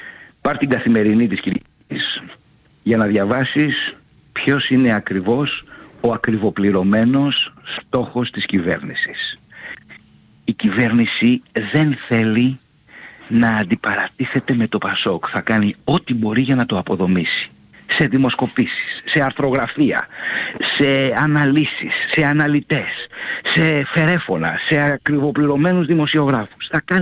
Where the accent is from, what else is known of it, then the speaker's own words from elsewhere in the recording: Kefalonia, Ionian Islands, Greece; νιώθω τεράστια υπερηφάνεια ως Κεφαλονίτης